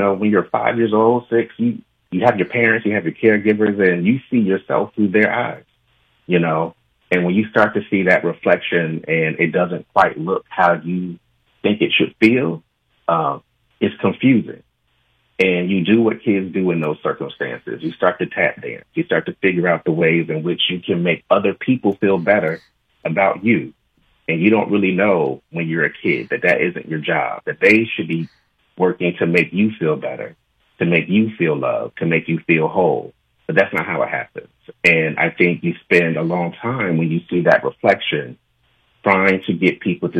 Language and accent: English; Newark, New Jersey, United States; We grew up in Newark, New Jersey